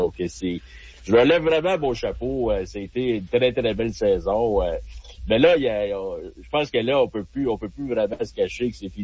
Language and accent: French; Canada; moi, en tant que Canadien, je m'en fous un peu.